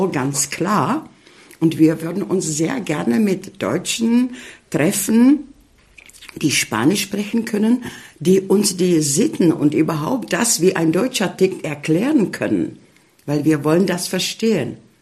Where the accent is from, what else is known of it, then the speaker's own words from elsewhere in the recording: Ústí nad Labem Region, Czechia; also born or lived in Spain; ich komme zwar aus Tschechien, aber sozusagen, ich bin eine gebürtige Oberlausitzerin, weil ich wirklich, ich bin, weil ich an der Quelle von Mandau geboren zur Welt gekommen bin.